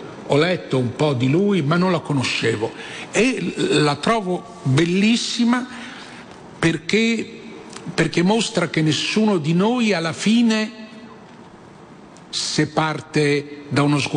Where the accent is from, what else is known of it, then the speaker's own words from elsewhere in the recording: Rome, Lazio, Italy; da romano, tu sei di Torino, da romano a torinese